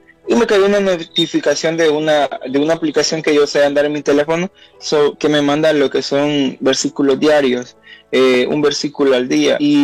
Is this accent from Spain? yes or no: no; El Salvador; Soy pues de El Salvador. Es un gusto estar acá. Pues soy de una comunidad que se llama San Miguel. Es una comunidad muy pequeña